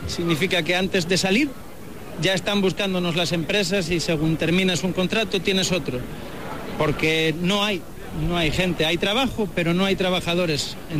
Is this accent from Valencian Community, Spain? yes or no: no; Extremadura, Spain; Yo soy extremeño.